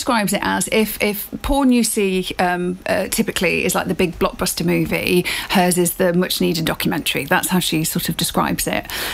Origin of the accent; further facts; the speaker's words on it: United Kingdom; which is a play on the 70s film No, Sex, Please, We're British, which plays to our British prudishness.